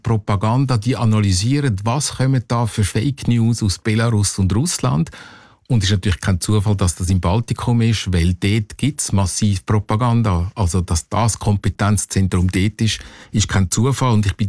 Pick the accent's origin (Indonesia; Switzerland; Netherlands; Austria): Switzerland; Wir reden Deutsch, aber wir verstehen uns gleich als Schweizer